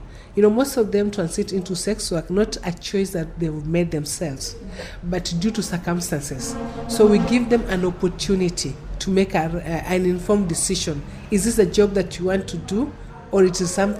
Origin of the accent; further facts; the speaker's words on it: Kilifi, Kilifi County, Kenya; I come from Kilifi. You know, I cannot travel to Kilifi.